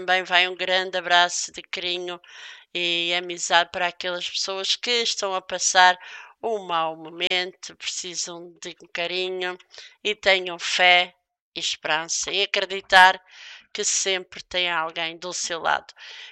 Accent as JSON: {"language": "Portuguese", "town": "Funchal", "region": "Madeira", "country": "Portugal", "tie": "born or raised there", "said": "da Madeira, do Monte, onde é a minha terra natal."}